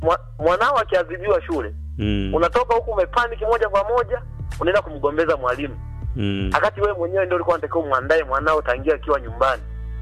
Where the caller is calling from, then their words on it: Tanzania; Natokea Nyamikoma.